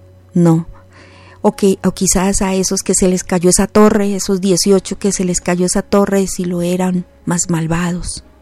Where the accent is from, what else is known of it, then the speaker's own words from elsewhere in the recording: Colombia; Perdónanos como colombianos